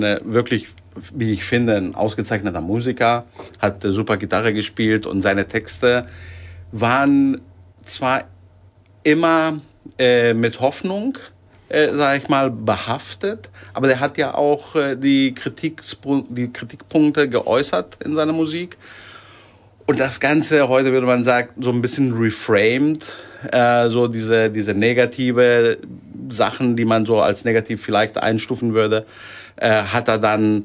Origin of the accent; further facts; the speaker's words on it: Sicily, Italy; also born or lived in Germany; er wollte ganz gerne, dass ich und meine Geschwister oder meine Geschwister und ich auf Sizilien aufwachsen, damit wir das mitbekommen. Und deswegen sind wir da hingezogen.